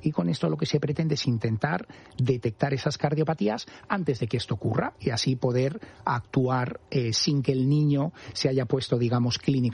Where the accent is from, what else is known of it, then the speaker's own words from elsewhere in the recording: Cigales, Castile and León, Spain; nos casamos en Cigales, que era mi pueblo.